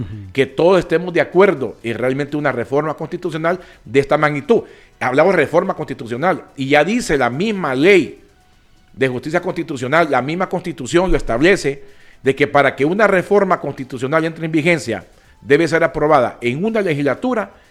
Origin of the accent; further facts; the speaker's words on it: Honduras; Es una cuestión como hondureño que tengo